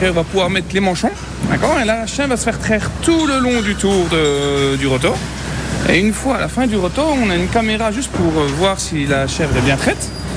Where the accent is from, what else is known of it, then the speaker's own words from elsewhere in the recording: Besançon, Bourgogne-Franche-Comté, France; born there; Non, je suis né à Besançon, voilà.